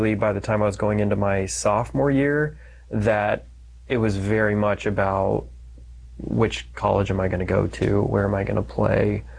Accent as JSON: {"language": "English", "town": "Denver", "region": "Colorado", "country": "United States", "tie": "born or raised there", "said": "So I was brought up in just outside of Denver, played a lot of sports."}